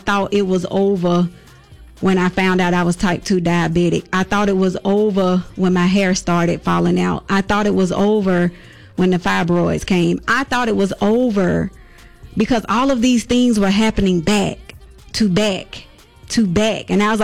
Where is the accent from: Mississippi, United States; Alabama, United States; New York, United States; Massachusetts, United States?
Alabama, United States; Bessemer; Just Lanier High School class of 2000, 26 years off the big hill. … from Big Belsma by way of West End.